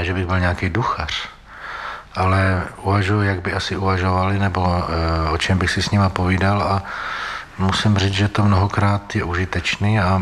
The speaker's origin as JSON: {"language": "Czech", "town": "Holice", "region": "Pardubice Region", "country": "Czechia", "tie": "born there", "said": "Já jsem se narodil v Holicích v Čechách, tam je krásný kostel."}